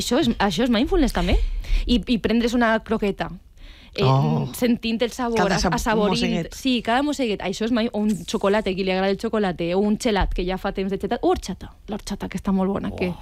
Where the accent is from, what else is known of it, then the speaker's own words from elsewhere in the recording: Vilamarxant, Valencian Community, Spain; Sí, a mi em passa quan jo soc de Vilamarxant, crec que ho he dit alguna vegada, tu pares en el teu cotxe a Vilamarxant a l'avinguda principal i no passa res.